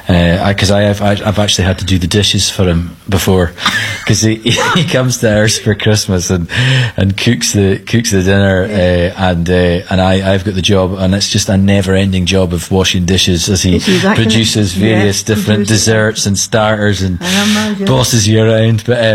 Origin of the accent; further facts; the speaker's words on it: Grantown-on-Spey, Scotland, United Kingdom; moved away as an adult; also born or lived in Glasgow; So I used to live in Glasgow for 16 or 17 years, and then I moved back up to where I grew up in Grattan-on-Spey, in Strathspey.